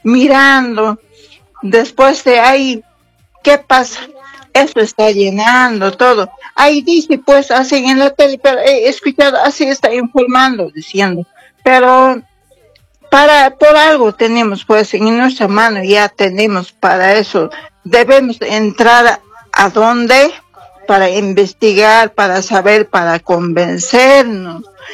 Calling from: Cochabamba, Bolivia; de Cochabamba.

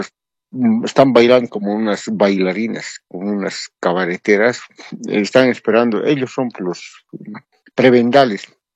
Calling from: Cochabamba, Bolivia; le hablo de Cochabamba

